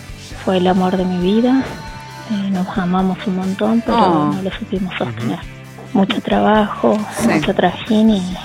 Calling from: La Rioja, Argentina; Yo soy de La Rioja

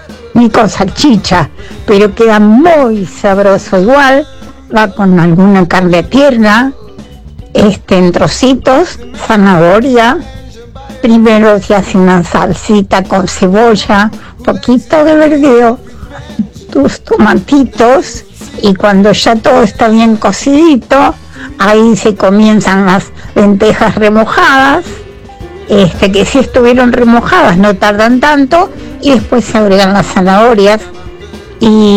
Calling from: Buenos Aires, Argentina; de Boedo.

